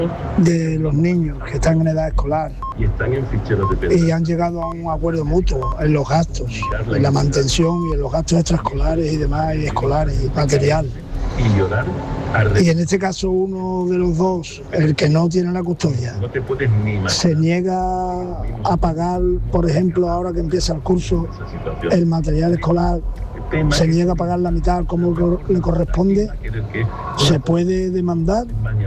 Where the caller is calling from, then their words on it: Seville, Andalusia, Spain; de Sevilla